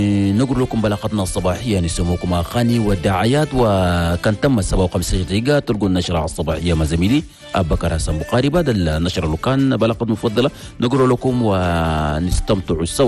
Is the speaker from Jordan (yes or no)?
no; Chad; بلدنا تشاد